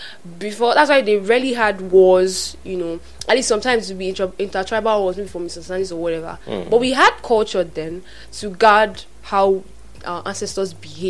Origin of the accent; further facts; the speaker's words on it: Nigeria; We're not from the western side of Europe. We're not from Europe. We are Africans. We are Nigerians.